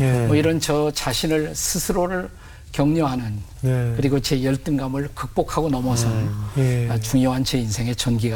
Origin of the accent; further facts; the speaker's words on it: South Korea; moved away as an adult; 저는 한국에서 온 학생이고 영어가 부족했지만